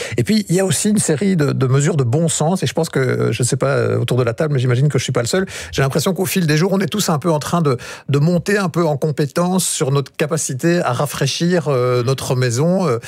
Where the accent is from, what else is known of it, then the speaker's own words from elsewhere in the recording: Belgium; en tant que Belge